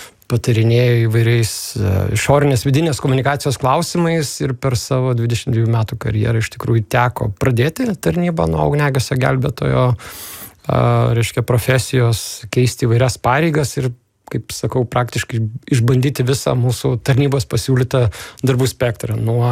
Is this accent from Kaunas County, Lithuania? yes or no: no; Rietavas, Telšiai County, Lithuania; born there; nes gyvenau, augau kaime. Kaip kartais sakau, baigiau 12 klasių per 4 mokyklas, nes gimiau Rietave. Žemaitijoje.